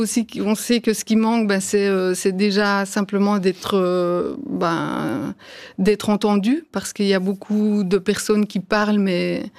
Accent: Jura, Switzerland; moved away as an adult; also born or lived in Geneva; ma famille est jurassienne. Je suis née à Delémont, donc j'ai vécu à Vic. Et j'ai fait mon école primaire là-bas, ensuite j'ai fait le lycée à Porrentruy.

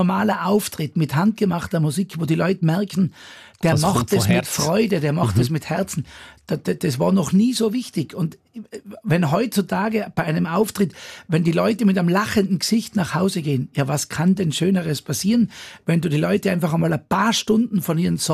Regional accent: Ried im Zillertal, Tyrol, Austria; Genau, in meinem Heimatort in Ried.

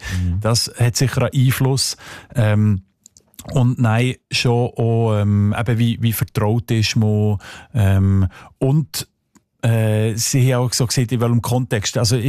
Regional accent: Fribourg, Switzerland; accent: Senslerdeutsch; weil ich gerade mit meinem Dialekt vielleicht auch nicht die Person überfahre und riskiere, dass sie etwas nicht versteht, wenn ich Seislerdeutsch schreibe.

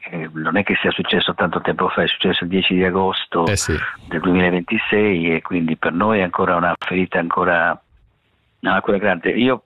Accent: Sardinia, Italy; io parlo chiaramente da sardo

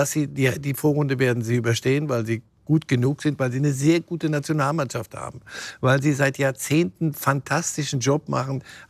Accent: Switzerland; als Schweizer Staatsbürger

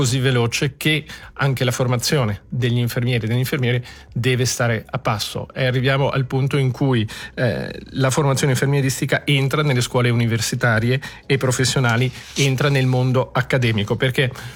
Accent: Switzerland

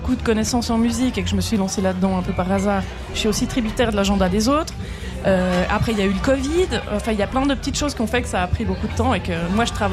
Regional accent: La Chaux-de-Fonds, Neuchâtel, Switzerland; Je suis du Chaux-de-Fonds.

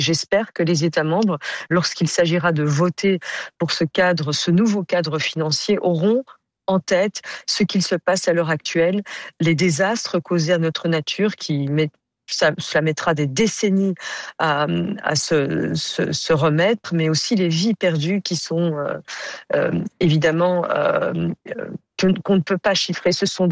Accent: Belgium; je suis belge.

